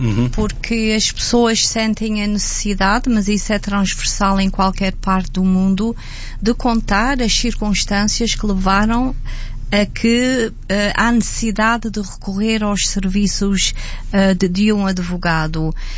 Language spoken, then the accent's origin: Portuguese; Azores, Portugal